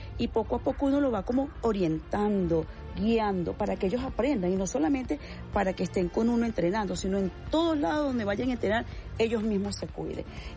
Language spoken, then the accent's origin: Spanish; Barquisimeto, Lara, Venezuela; moved away as an adult; now in Caracas, Venezuela; Y me vine de Barquisimeto porque mi esposo está acá.